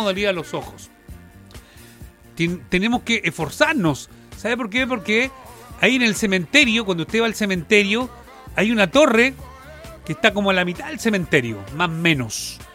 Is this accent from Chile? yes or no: yes; Chile; como los chilenos dejamos siempre para última hora.